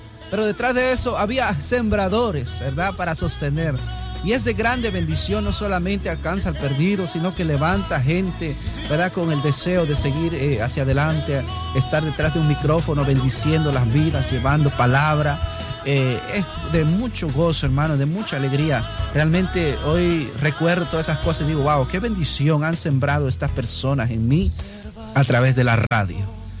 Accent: Chiapas, Mexico; moved away; Originalmente yo soy de México, en el estado de Chiapas, y todas las mañanas entraba una emisora, la BA, si no me recuerdo.

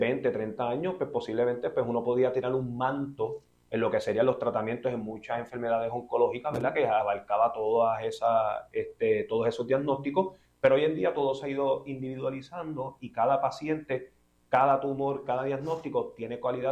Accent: Puerto Rico; como boricua al fin

